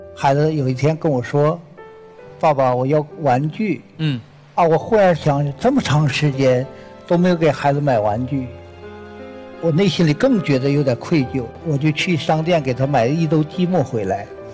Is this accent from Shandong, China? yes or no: no; Jilin, China; 我是来自吉林，来寻找我的儿子